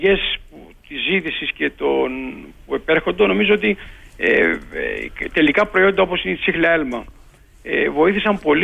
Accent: Chios, North Aegean, Greece; moved away as an adult; also born or lived in Athens; Εγώ όταν έφυγα για φοιτητής από τη Χίο να πω στην Αθήνα, δεν πίστευα ποτέ ότι θα γυρίσω πίσω και ασχοληθώ με τη μαστίχα.

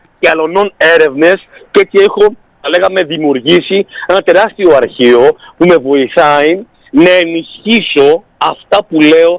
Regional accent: Athens, Attica, Greece; και θα έλεγα ότι η Αθήνα, που μεγάλωσα στην Αθήνα, παρόλο που είμαι εδώ συνέχεια, στην Αθήνα μεγάλωσα

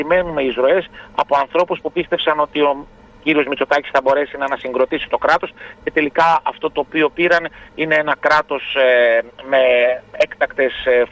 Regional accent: Thessaloniki, Central Macedonia, Greece; born or raised there

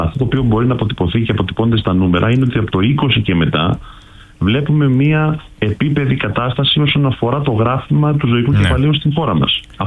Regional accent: Crete, Greece; εγώ βάζω μέσα και την Κρήτη, τον τόπο μου

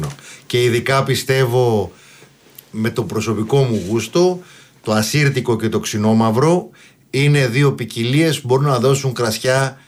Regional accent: Greece; σαν Έλληνες ηνοποιοί

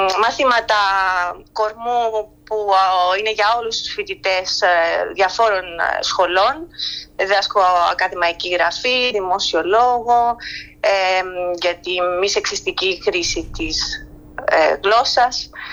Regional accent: Rhodes, South Aegean, Greece; moved away as an adult; also born or lived in Florida, United States / Patras, Greece / Cardiff, United Kingdom; now in Santiago, Chile; Επιστρέψαμε μετά στην Ελλάδα, στη Ρόδο, όπως είπατε. Εκεί μεγάλωσα, εκεί τελείωσα το σχολείο

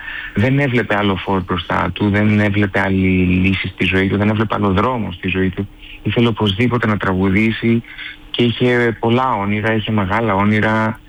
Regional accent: Greece; also born or lived in France; Είμαι 100% Έλληνας και 100% Γάλλος σε όλες τις εκφάνσεις της ζωής μου.

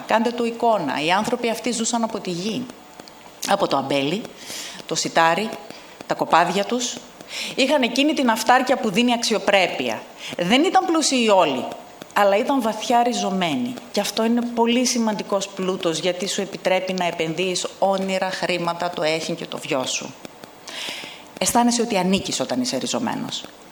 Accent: Eastern Macedonia and Thrace, Greece; born there; Γεννηθήκαμε όλοι στη Θράκη. Μεγαλώσαμε ακούγοντας ιστορίες από παππούδες και γιαγιάδες.

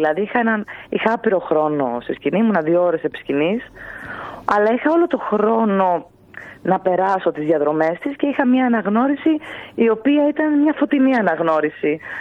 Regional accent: Greece; αισθάνομαι περήφανη που είμαι Ελληνίδα.

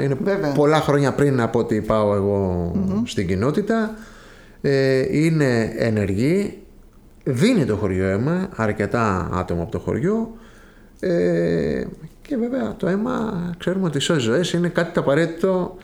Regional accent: Piraeus, Attica, Greece; moved away as an adult; now in Corfu, Greece; είμαι από τον Πειραιά η καταγωγή. Είμαι καταγωγή από τη Μάνη, γέννημα Θρέμα στον Πειραιά.

